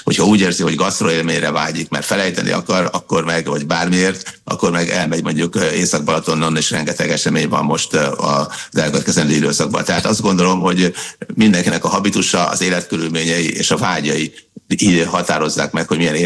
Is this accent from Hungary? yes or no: yes; Sopron, Győr-Moson-Sopron, Hungary; moved away; utána megyek majd Sopronba, szülővárosomba